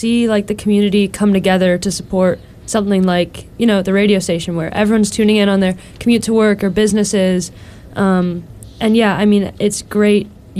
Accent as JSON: {"language": "English", "country": "Canada", "lives_now": "United States", "said": "But yeah, it's, as a Canadian, it's definitely new to me."}